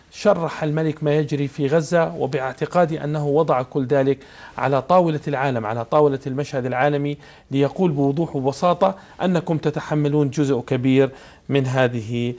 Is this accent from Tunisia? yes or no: no; Jordan; شعرت كأردني بالفخر